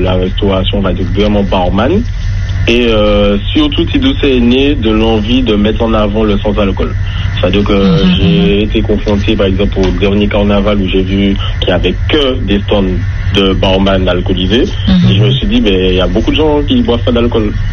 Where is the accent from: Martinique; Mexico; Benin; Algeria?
Martinique; Sainte-Luce; j'ai 26 ans, je suis de Sainte-Luce.